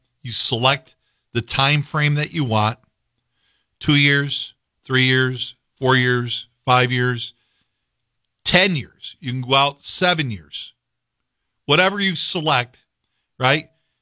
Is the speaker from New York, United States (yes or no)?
yes; Schaghticoke, New York, United States; I'm a kid from Scaticoke, New York.